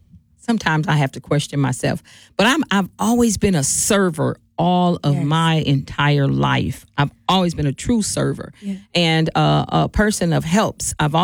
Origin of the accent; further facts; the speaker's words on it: Milwaukee, Wisconsin, United States; Okay, well, I grew up in the city of Milwaukee, born and raised. Yeah. Been here all my life, I actually grew up on 18th and Locust.